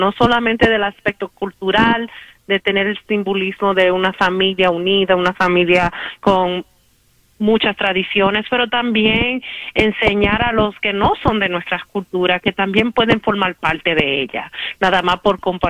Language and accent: Spanish; Santiago, Dominican Republic; Sí, Me crié en Santiago, en la República Dominicana, y para mí Santiago es muy significativo porque recuerda mucho de mi infancia